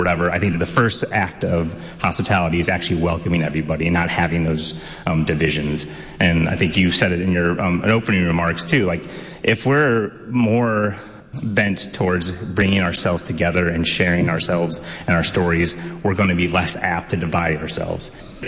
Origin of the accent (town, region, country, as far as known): St. Louis, Missouri, United States; born or raised there